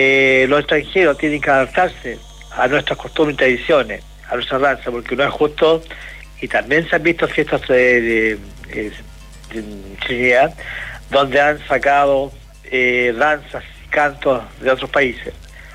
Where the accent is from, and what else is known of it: Chile